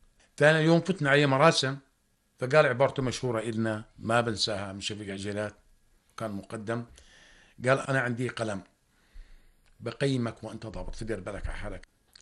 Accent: Jordan; إحنا الأردنيين

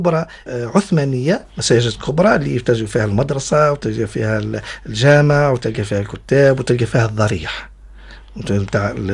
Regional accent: Kairouan, Kairouan Governorate, Tunisia; كما عندنا في القيروان 3 أبراج متراكبة

